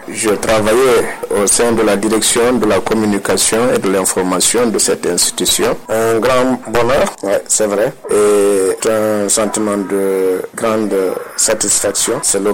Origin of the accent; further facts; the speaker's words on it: Gaoual, Boké, Guinea; born there; Je ne suis pas venu à Gawal, je suis né à Gawal, mes parents aussi.